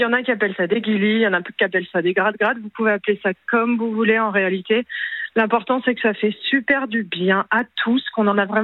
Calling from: Nice, Provence-Alpes-Côte d'Azur, France; Moi, je suis à Nice.

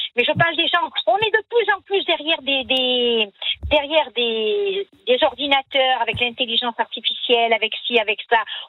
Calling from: Nice, Provence-Alpes-Côte d'Azur, France; Nice, c'est merveilleux, je suis niçoise, hein, fière de l'être.

